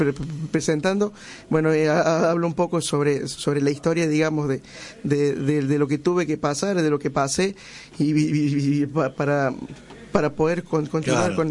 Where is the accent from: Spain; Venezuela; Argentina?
Argentina; Córdoba; Mira, sí, yo soy de Córdoba, capital.